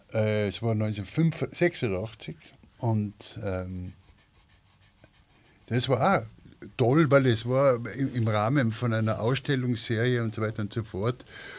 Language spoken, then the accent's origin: German; Lienz, Tyrol, Austria; born there; Ich habe sowas Ähnliches eh schon mal gemacht in Lienz, ja, also da, wo ich geboren bin.